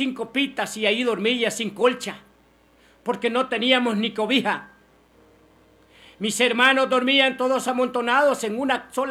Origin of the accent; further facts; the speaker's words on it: Jucuapa, Usulután, El Salvador; como nosotros decimos aquí en Jucuapa.